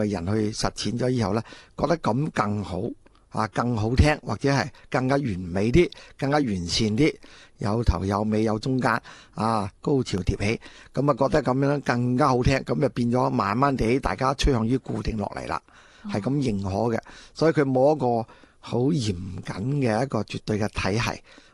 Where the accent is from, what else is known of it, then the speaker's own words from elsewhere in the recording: Guangdong, China; 咁我估计广东音乐都应该有呢种我哋岭南人嘅特性喺度。